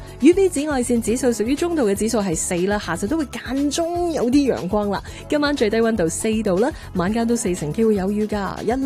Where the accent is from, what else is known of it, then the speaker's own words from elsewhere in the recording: Canada; 系令到我哋加拿大人非常骄傲